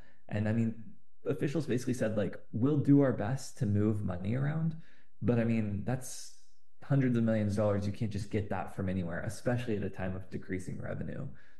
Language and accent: English; Portland, United States; born and raised in Portland, live here